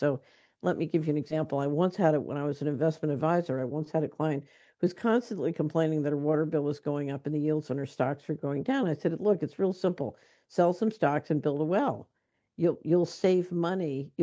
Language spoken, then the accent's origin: English; Philadelphia, Pennsylvania, United States; Yeah, I grew up in West Philadelphia.